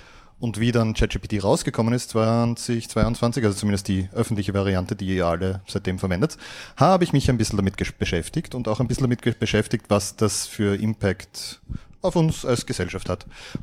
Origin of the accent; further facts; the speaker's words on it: Graz, Styria, Austria; ich komme aus Graz.